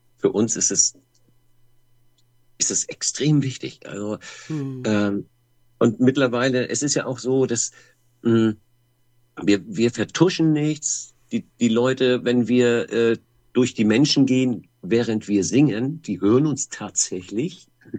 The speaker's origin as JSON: {"language": "German", "region": "Hamburg", "country": "Germany", "tie": "born or raised there", "moved": "as an adult", "lives_now": "Lüneburg, Germany", "said": "Tatsächlich gebürtiger Hamburger."}